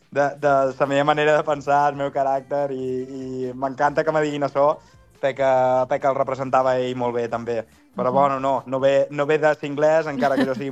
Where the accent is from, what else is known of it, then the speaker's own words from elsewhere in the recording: Balearic Islands, Spain; Vaig tornar a Menorca i a partir d'aquí, pues, de sa meva illa i de ca meva, pues, he recuperat aquesta força